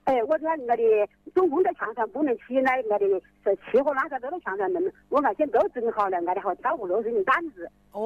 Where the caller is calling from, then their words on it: Wuhan, Hubei, China; 我是蔡甸区的张湾街的。